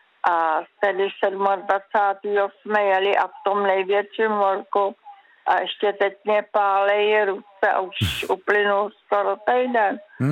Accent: Prague, Czechia; Já jsem se narodila v Radotíně, na idylickém místě. Tenkrát to byl Městys a byla to slepá ulice, vrátka do lesa.

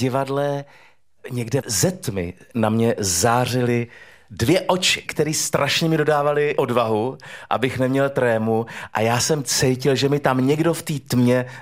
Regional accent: Olomouc Region, Czechia; Já jsem z Moravy

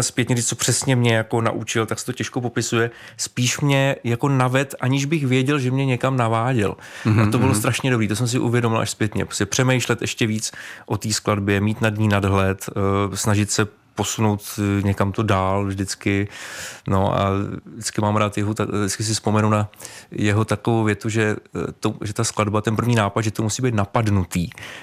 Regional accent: Hradec Králové, Hradec Králové Region, Czechia; já jsem z Hradce Králové, takže

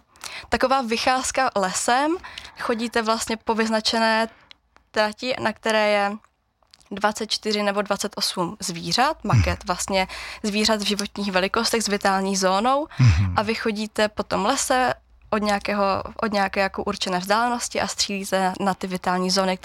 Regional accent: Malenovice, Zlín Region, Czechia; já jsem z Malenovic

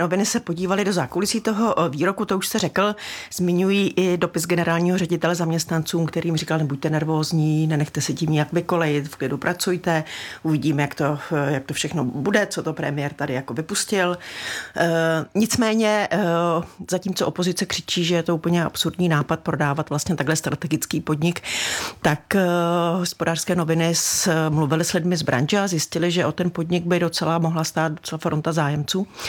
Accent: Pardubice Region, Czechia; Já jsem z Pardubic

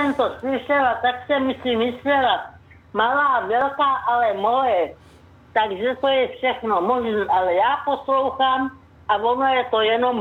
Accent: Plzeň Region, Czechia; jsem z Plzeňska.

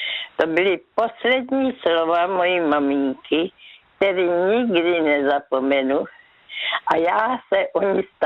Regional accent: Brno, South Moravian Region, Czechia; Klidně, já jsem byla z Brna

